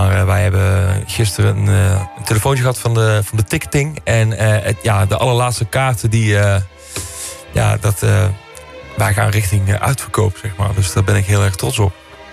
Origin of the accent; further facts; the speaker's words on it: Oss, North Brabant, Netherlands; Dicht in de buurt van waar ik vandaan kom. Ik kom uit Os, dus een half uurtje rijden.